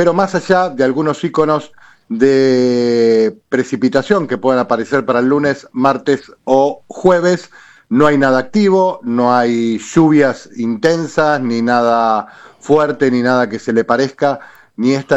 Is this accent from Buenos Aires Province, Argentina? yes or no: yes; Castelar, Buenos Aires Province, Argentina; Yo prefiero que me pregunten más por Castelar que por San Martín, porque yo soy del oeste.